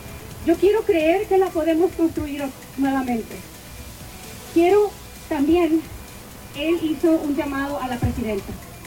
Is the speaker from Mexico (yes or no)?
yes; Mexico